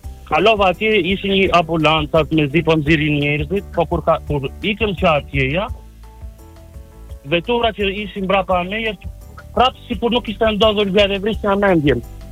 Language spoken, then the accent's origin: Albanian; Korçë, Korçë County, Albania; se unë jam nga Korça, jetoj në Korça